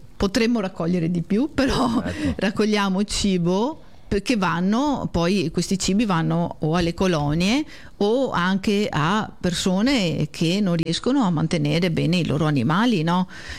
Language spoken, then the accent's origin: Italian; Castelfranco Veneto, Veneto, Italy; Io sono originaria di Castelfranco Veneto